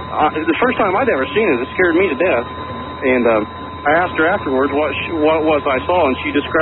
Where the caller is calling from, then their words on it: Indianapolis, Indiana, United States; I come back from Illinois going towards Indianapolis, so I'm calling from Indianapolis.